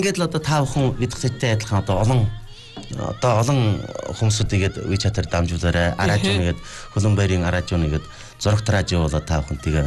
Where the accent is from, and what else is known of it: Inner Mongolia, China; moved away